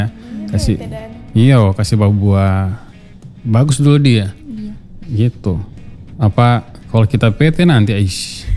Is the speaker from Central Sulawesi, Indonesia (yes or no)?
yes; Palu, Central Sulawesi, Indonesia; accent: Palu; Saya suka pakai bahasa Palu ini.